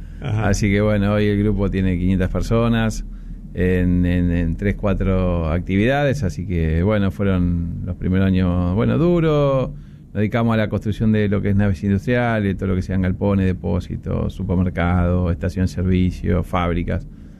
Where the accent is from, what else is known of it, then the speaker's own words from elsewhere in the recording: Mar del Plata, Buenos Aires Province, Argentina; en el caso nuestro, sí, somos de Mar del Plata, somos una empresa de familia